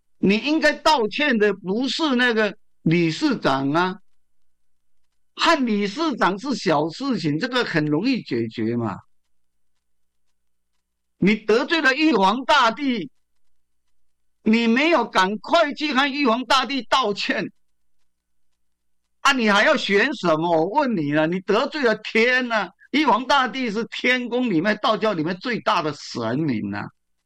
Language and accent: Chinese; Taiwan; 我们台湾人说天公，天公就是玉皇大帝